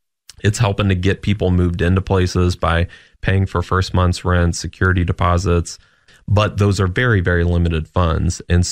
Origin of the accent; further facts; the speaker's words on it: Clarksville, Tennessee, United States; This is my hometown